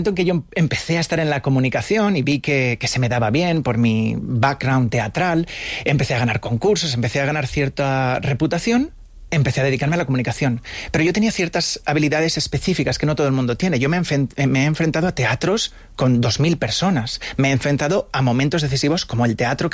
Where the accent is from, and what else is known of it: Spain